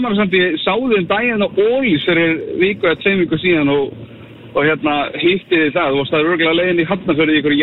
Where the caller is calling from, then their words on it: Capital Region, Iceland; ég reyndar að hringja núna í ferðinni á höfuðborgarsvæðinu, er að dreifa fyrir fyrirtækin.